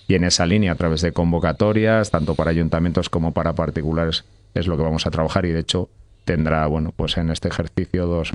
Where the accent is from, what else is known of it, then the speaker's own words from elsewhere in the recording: Valladolid province, Castile and León, Spain; Mi ciudad es Valladolid y mi pueblo es Matabozolos.